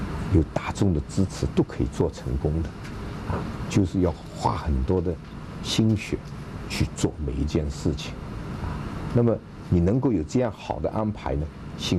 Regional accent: China; 当然这个我是中国人，我希望这个我们国家将来更好

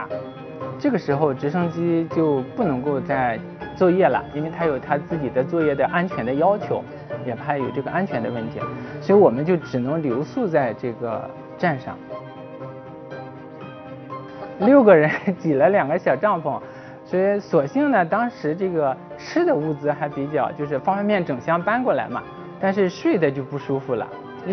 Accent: China; 我们中国人

